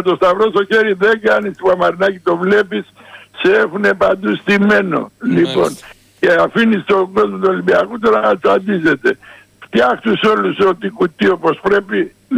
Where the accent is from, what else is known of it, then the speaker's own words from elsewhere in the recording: Greece; επειδή είμαστε από εδώ, επειδή είμαστε Έλληνες.